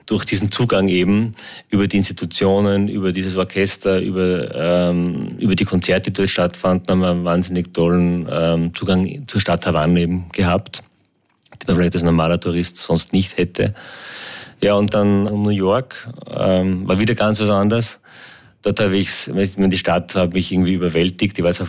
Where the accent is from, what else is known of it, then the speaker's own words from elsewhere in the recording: Salzburg, Austria; born there; ich bin wahnsinnig glücklich, hier in Salzburg geboren zu sein und hier so einen Lebensmittelpunkt zu haben.